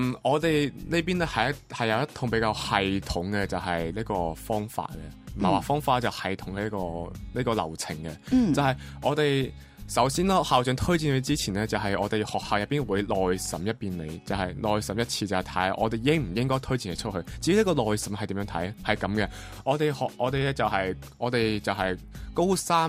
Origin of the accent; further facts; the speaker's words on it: Macau; 我哋澳門人咧去內地高校咧